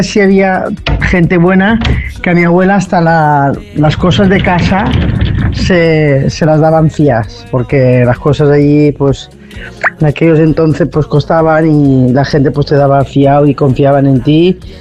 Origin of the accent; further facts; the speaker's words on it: France; moved away; also born or lived in Extremadura, Spain; yo me crié, aunque soy, me nací en Extremadura, me crié en Francia y mi madre me mandaba los veranos con mi abuela y al pueblo de Extremadura.